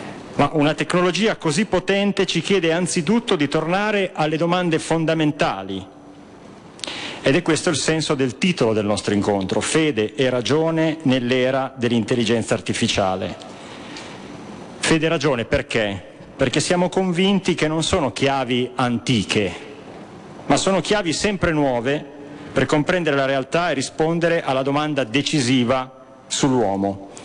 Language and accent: Italian; Bologna, Emilia-Romagna, Italy; da bolognese particolarmente caro anche perché è stato il mio pastore, il cardinale Giacomo Biffi.